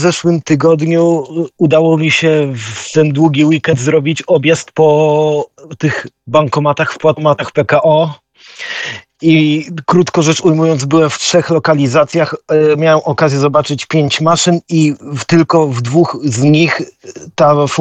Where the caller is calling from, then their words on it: Bydgoszcz, Kuyavian-Pomeranian Voivodeship, Poland; u mnie w Bydgoszczy.